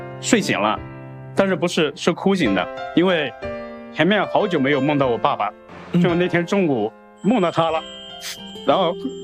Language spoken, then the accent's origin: Chinese; Dejiang, Guizhou, China; moved away; 到我老家贵州德江的话有6个小时